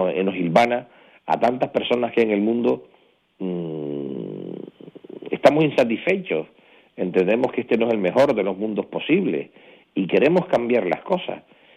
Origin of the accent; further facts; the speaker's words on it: Canary Islands, Spain; soy de Canarias en el Ayuntamiento de Gran Canaria o soy senador por Gran Canaria, yo no abdico de que mi pasión sigue siendo el archipiélago, ¿no?